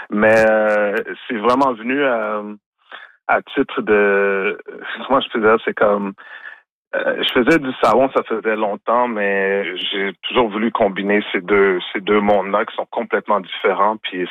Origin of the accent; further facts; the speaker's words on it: Montreal, Quebec, Canada; j'ai grandi dans une famille haïtienne. Je suis né à Montréal, mes parents viennent d'Haïti, mes deux parents.